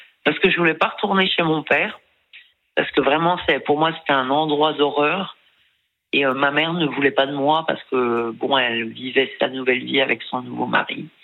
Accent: Bourgogne-Franche-Comté, France; moved away; mon père était paysan et je suis partie en Angleterre pour tenter ma chance parce que je suis du Jura, je viens d'un tout petit patelin.

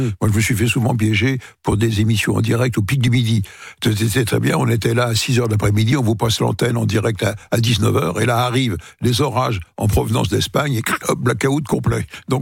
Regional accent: Paris, Île-de-France, France; moi je parle pour Paris, en tant que Parisien

